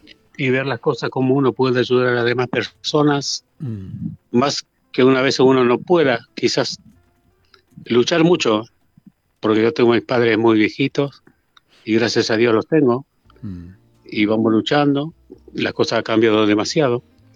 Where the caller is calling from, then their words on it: Rafael Castillo, Buenos Aires Province, Argentina; Rafael Castillo, de Rafael. De La Matanza.